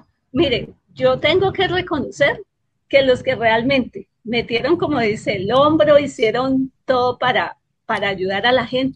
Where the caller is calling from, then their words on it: Cali, Valle del Cauca, Colombia; Desde Cali.